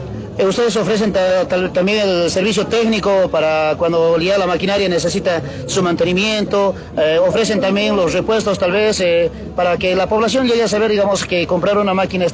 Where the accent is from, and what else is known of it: Bolivia